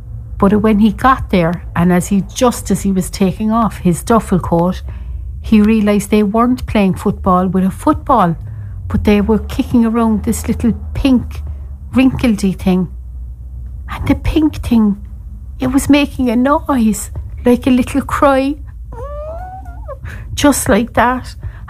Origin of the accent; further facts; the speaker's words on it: Cork, Munster, Ireland; I am the storyteller from Cork. And in Cork today, we are nursing the broken hearts.